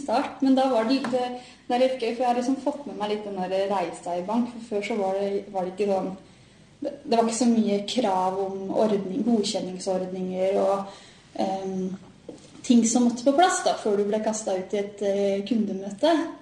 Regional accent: Buskerud, Norway; Født og oppvokst I Hallingdal, kan jeg jo si. For jeg jo bodde på Nes egentlig som I starten, og så har jeg vært på Gol de siste årene.

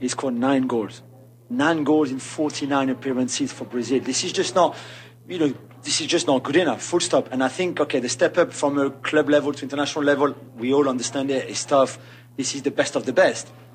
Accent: Morocco; Yeah, I'm from Morocco as well.

